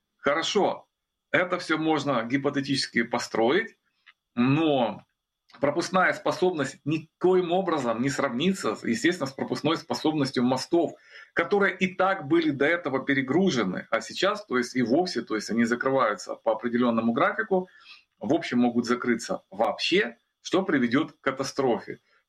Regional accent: Kyiv, Ukraine; как коренного киевлянина

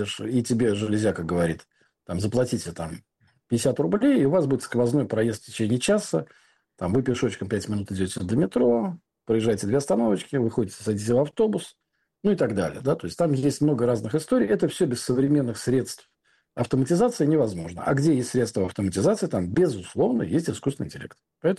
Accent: Moscow, Russia; я москвич

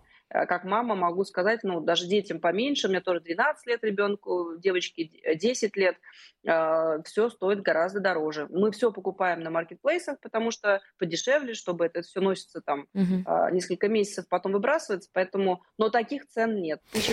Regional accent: Saint Petersburg, Russia; Я вот из Петербурга родом

